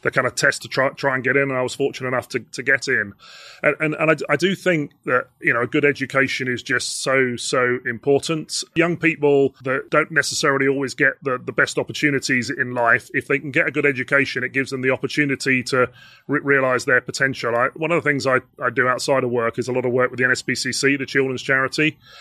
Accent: Essex, East of England, United Kingdom; So I was born and brought up in Essex.

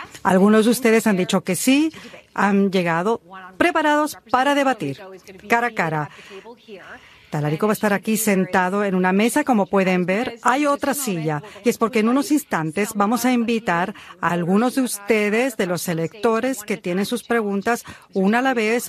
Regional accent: Brewston, Texas, United States; also born or lived in San Antonio; Vengo de Brewston, Texas. Y también yo vengo de muchas generaciones aquí en Texas, desde la Revolución. Sí, son muy buenos tejanos.

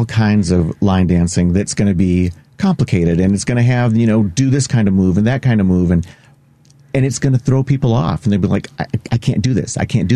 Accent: Morton Grove, Illinois, United States; And so I actually grew up in Morton Grove, but the high school I went to was in Park Ridge.

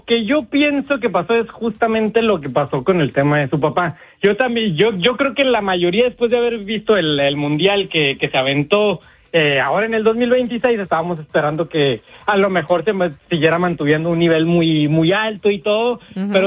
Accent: Mexico; yo soy mexicano y lo que sea, pero ¿qué tiene? Yo crecí con él en el fútbol

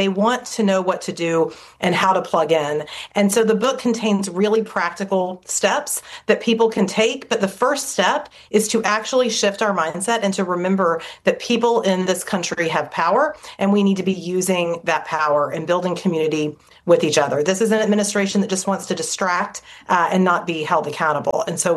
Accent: Waco, Texas, United States; my hometown of Waco, Texas.

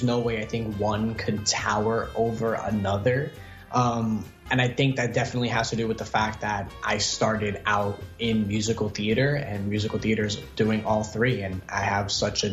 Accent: New York City, New York, United States; I was born and raised in New York, and a lot of the neighborhoods in Queens and the Bronx where I did grow up are very similar.

